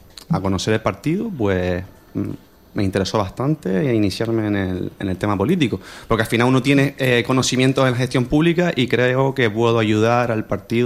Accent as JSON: {"language": "Spanish", "town": "Santa Lucía de Tirajana", "region": "Canary Islands", "country": "Spain", "said": "Tengo 33 años, soy de Balos, y mi padre nació en Las Rosas y mi madre en Ingenio."}